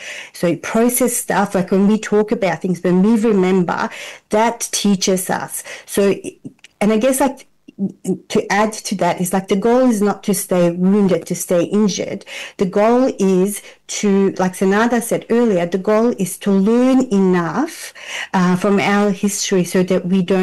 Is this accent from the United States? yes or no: no; Zvornik, Republika Srpska, Bosnia & Herzegovina; I'm from Zvornik, which is like a tiny little town near Srebrenica.